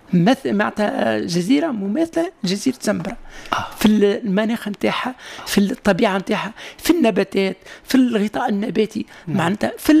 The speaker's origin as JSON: {"language": "Arabic", "country": "Tunisia", "said": "لكن الطيور هذه تعش عندنا في تونس"}